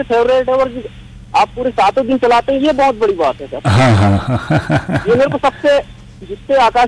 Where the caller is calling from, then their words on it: Seoni district, Madhya Pradesh, India; 20 kilometre दूर है मेरा गांव यहाँ से